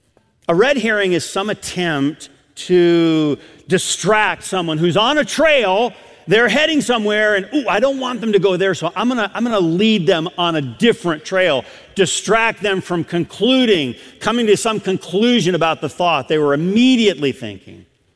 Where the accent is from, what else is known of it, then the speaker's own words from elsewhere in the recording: Adrian, Michigan, United States; when I was a kid growing up in Adrian, Michigan.